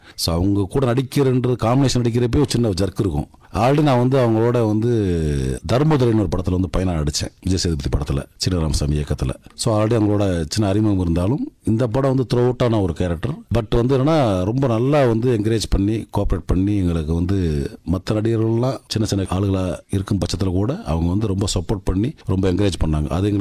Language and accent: Tamil; Madurai, Tamil Nadu, India; நம்ம வந்து சவுத்துலேருந்து வந்த ஆள், என்னோட சொந்த ஊர் வந்து மதுரை. வாழ்வியலாக ஒரு மிடில் கிளாஸ் ஃபேமிலி தான்